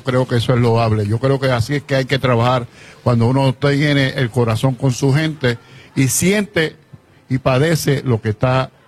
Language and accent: Spanish; Puerto Rico; Lamentablemente, pues lo siento como puertorriqueño